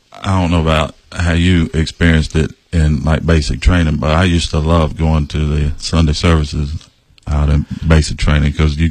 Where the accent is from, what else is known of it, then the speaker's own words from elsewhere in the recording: Aiken, South Carolina, United States; it's a great small town. I grew up here in Aiken. I left it to go in the military and I came back. But it still has a small town flavor to it